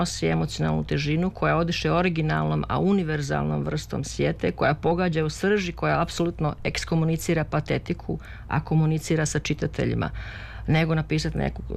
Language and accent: Bosnian; Prijedor, Republika Srpska, Bosnia & Herzegovina; kako to se kaže kod mene gdje sam odrasla u Prijedoru.